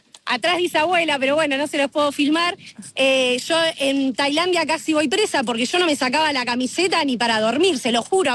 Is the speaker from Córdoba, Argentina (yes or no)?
yes; Laboulaye, Córdoba, Argentina; born there; moved away; also born or lived in Río Negro / Carmen de Patagones; yo nací en La Boulaye